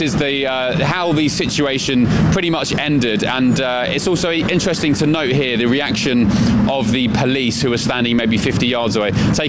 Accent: London, United Kingdom; I'm a journalist from London.

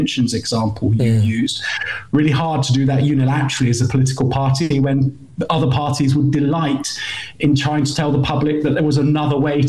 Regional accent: United Kingdom; And as a Brit, that's quite embarrassing.

